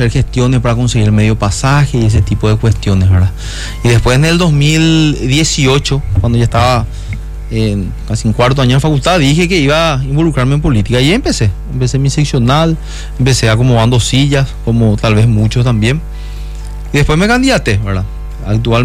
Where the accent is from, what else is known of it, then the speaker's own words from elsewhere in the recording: Luque, Central, Paraguay; yo soy de Cañada San Rafael, era una compañía un poco alejada del centro, y vine al Colegio Nacional de Luque